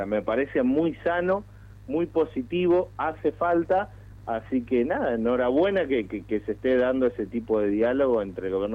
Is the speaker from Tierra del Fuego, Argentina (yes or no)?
yes; Tierra del Fuego, Argentina; todos los que somos de Tierra del Fuego